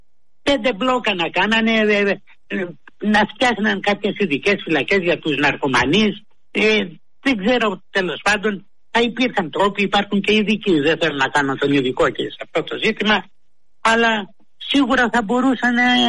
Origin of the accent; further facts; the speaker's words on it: Greece; Σαν Έλληνες πατριώτες